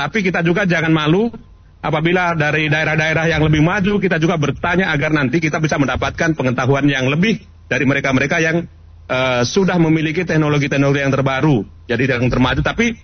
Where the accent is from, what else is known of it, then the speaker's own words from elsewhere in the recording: Gorontalo, Indonesia; walaupun kita sebagai orang Gorontalo